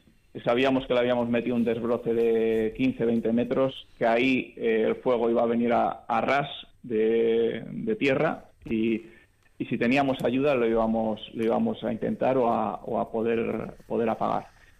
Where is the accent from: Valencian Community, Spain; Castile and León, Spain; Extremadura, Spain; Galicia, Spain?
Galicia, Spain; Ourense province